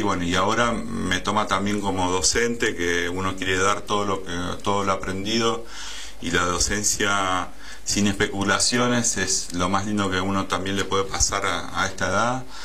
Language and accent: Spanish; Quilmes, Buenos Aires Province, Argentina; La secundaria me fui a vivir a Capital. Pero bueno, soy nacido y criado en Quilmes y la verdad que la siento como propia, por eso después volví al territorio a trabajar.